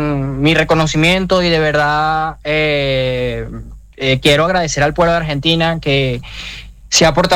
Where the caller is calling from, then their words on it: Venezuela; como un venezolano más